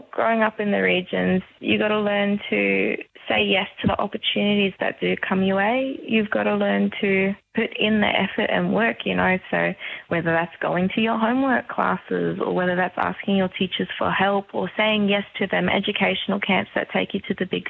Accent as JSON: {"language": "English", "town": "Broome", "region": "Western Australia", "country": "Australia", "tie": "born or raised there", "also_born_or_lived": "Perth", "said": "I grew up in Broome for a large portion of my life. After I was born in Bulu, Perth, we made the very big journey up the coast of WA"}